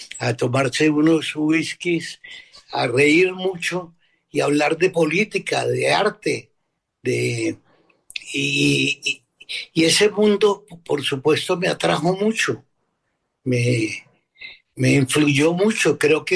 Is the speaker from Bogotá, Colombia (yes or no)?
yes; Bogotá, Colombia; also born or lived in Ibagué; Pero yo nací en Bogotá y me crié aquí. Terminé el bachillerato en Ibagué en los años 60, 61, 62.